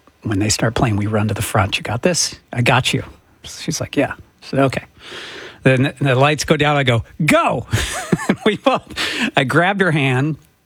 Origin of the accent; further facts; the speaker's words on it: Sioux City, Iowa, United States; I remember driving when I was a kid from Sioux City. We would drive up to Spokane and we'd drive through Nebraska and drive through Missouri.